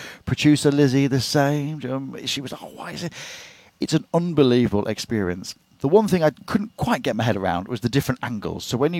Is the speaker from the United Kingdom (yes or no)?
yes; Cleethorpes, Yorkshire and the Humber, United Kingdom; Growing up in Cleethorpes